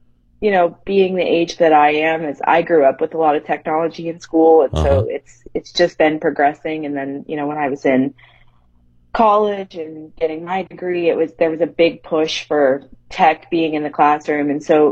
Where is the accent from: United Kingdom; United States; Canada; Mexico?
United States; I've been teaching for 5 years in Seminole County. I grew up in Seminole County, so it was always my goal to end up teaching there as well.